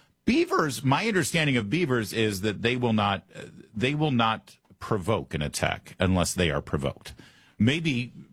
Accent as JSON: {"language": "English", "region": "Michigan", "country": "United States", "tie": "born or raised there", "moved": "yes", "lives_now": "Maryland, United States", "said": "we had beavers growing up in Michigan a bit"}